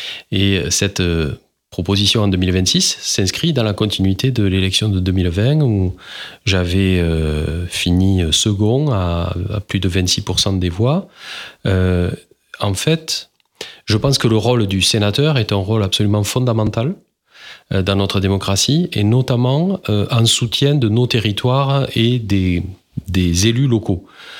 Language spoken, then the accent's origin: French; Foix, Occitanie, France; born there; Je suis ingénieur de formation, je suis né à Foix. Et j'ai fait mes études à Toulouse